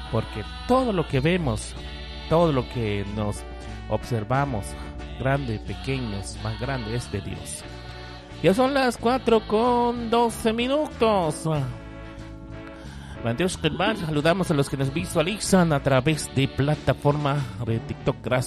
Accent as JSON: {"language": "Spanish", "town": "San Pedro Carchá", "region": "Alta Verapaz", "country": "Guatemala", "lives_now": "Guatemala City, Guatemala", "said": "Yo soy de San Pedro Carchá, que estoy trabajando en Ciudad Capital"}